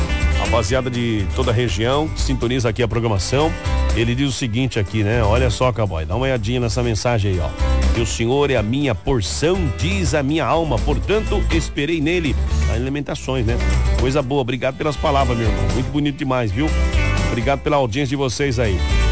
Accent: Massaranduba, Santa Catarina, Brazil; viu? Meu filho Martim. Escutamos vocês todos os dias. A gente vindo de Jaraguá, né? Somos de Massaranduba, viu?

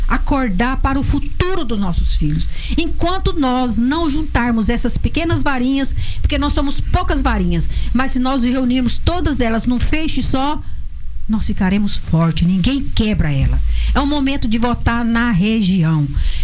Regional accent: Itapagipe, Minas Gerais, Brazil

